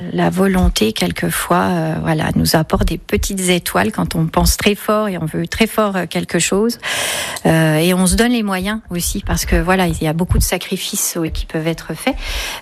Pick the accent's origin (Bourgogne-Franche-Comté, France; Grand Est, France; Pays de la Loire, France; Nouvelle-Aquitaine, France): Bourgogne-Franche-Comté, France; born there; now in Trémonzey, France; Alors moi, je suis née en Bourgogne.